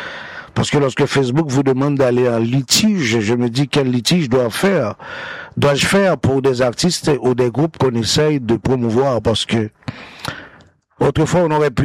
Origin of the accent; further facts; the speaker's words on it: Port-au-Prince, Ouest, Haiti; La vie d'hier quand j'étais à Port-au-Prince, dans ma terre natale.